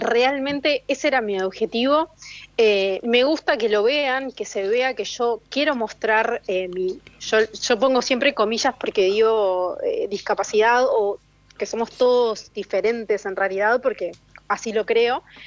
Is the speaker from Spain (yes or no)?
no; Uruguay